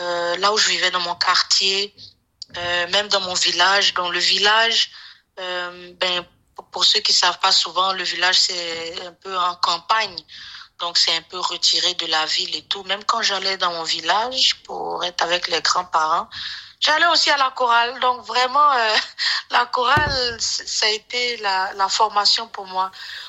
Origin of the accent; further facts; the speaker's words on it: Côte d’Ivoire; now in Winnipeg, Canada; Dans mon pays, je suis née en Côte d'Ivoire